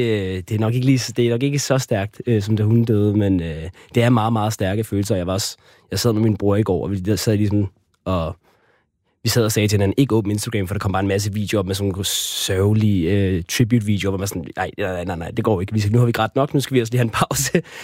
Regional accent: Argentina; Jeg er argentiner.

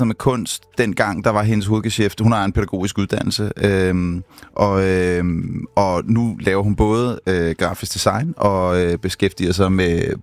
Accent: Gentofte, Capital Region of Denmark, Denmark; born there; Jeg er født på Gentofte sygehus.

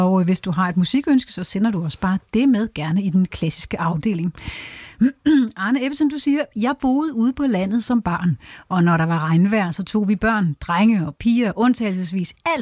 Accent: Region of Southern Denmark, Denmark; Jeg er født og jeg er opvokset i Sydvestjylland, tæt på den gamle grænse.

